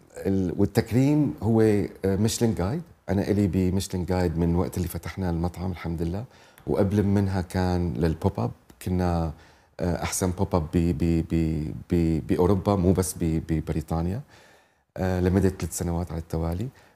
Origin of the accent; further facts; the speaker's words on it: Syria; moved away as an adult; now in London, United Kingdom; نحن كسوريين